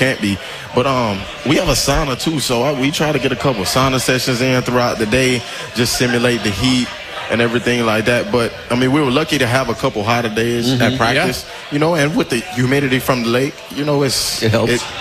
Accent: Louisiana, United States; I'm from Louisiana.

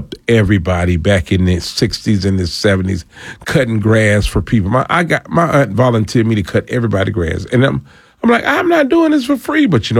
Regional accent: Atlanta, Georgia, United States; Born and raised in Atlanta, Georgia.

